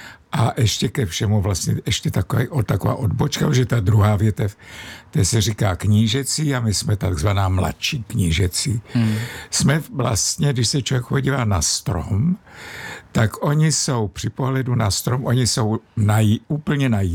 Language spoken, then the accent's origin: Czech; East Bohemia, Czechia; Byla to pro mě velká podsta a jsem hrdý Východočech.